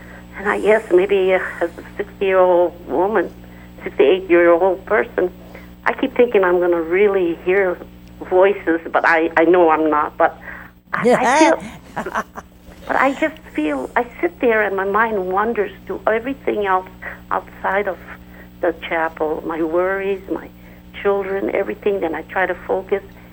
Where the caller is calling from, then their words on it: Modesto, California, United States; Modesto, California, Mother.